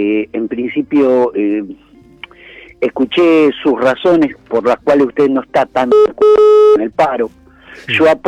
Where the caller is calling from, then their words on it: La Plata, Buenos Aires Province, Argentina; Soy de La Plata